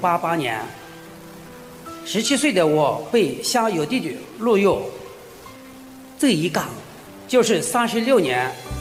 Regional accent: Yunnan, China; 我的家乡怒江州是全国唯一的傈僳族自治州，生活着汉、傈僳、怒、普米、独鲁、白等20多个民族

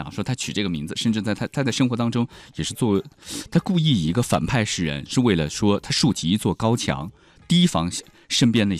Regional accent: Kunming, Yunnan, China; accent: Kunming dialect; 因为我们昆明话说你要窝一点，就能够减少很多的恶意

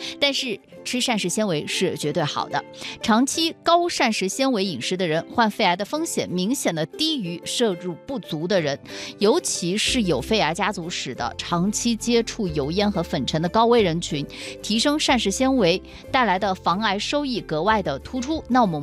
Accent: Yunnan, China; 菌子咱们云南人倒没少吃啊。

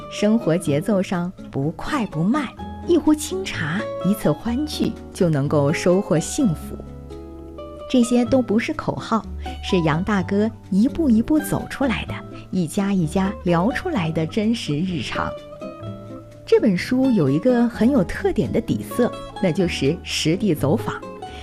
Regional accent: Yunnan, China

